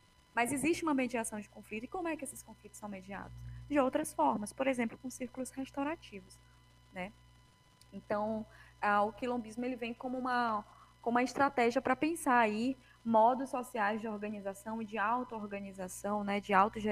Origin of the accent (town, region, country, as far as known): Maranhão, Brazil; now in Recife, Brazil